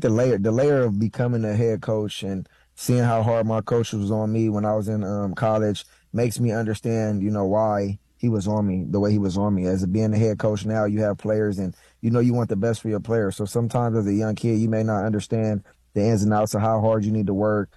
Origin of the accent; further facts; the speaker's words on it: Los Angeles, California, United States; USC was right there in my backyard. I grew up in the Crenshaw District, and that was literally in my backyard